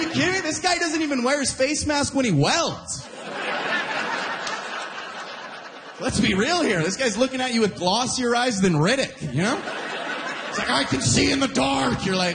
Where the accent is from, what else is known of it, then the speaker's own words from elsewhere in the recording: Alberta, Canada; now in Ontario, Canada; I lost 3 friends just because I'm from Alberta. You know?